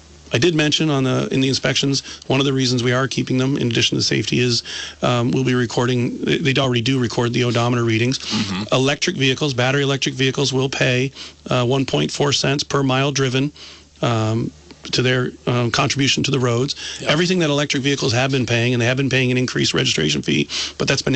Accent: Brandon, Vermont, United States; also born or lived in Rutland; I was born in Rutland, raised in Brandon

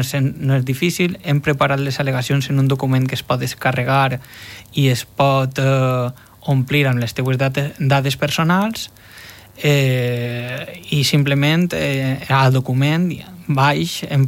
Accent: Gandia, Valencian Community, Spain; per a mi, per exemple, que jo soc de Gandia, Alfauir és Ausias Marc

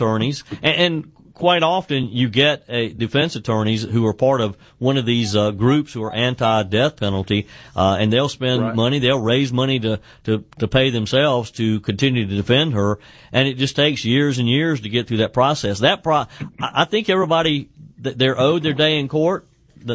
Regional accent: South Carolina, United States; my home state of South Carolina.

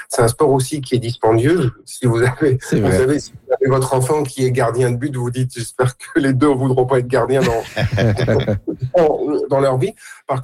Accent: France; now in Canada; moi, en tant que Français, en tout cas, ça m'a permis de comprendre l'histoire du Québec

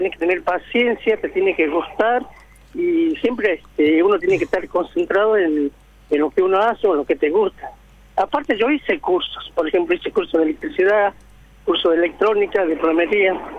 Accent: Salta, Argentina; now in Buenos Aires, Argentina; Yo soy salteño de Salta.

